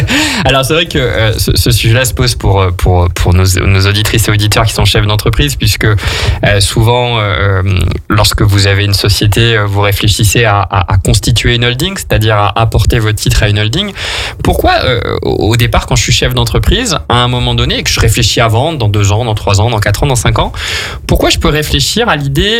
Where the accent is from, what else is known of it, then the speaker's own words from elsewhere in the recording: Grenoble, Auvergne-Rhône-Alpes, France; Et tu sais, Jean, que je suis grenoblois.